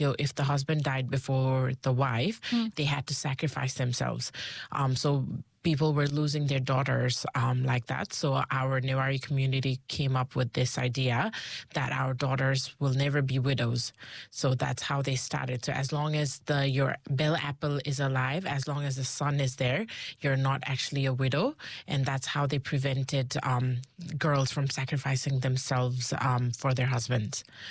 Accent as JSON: {"language": "English", "country": "Nepal", "moved": "yes", "lives_now": "New Zealand", "said": "I am originally from Nepal. I've been living in New Zealand since 2012."}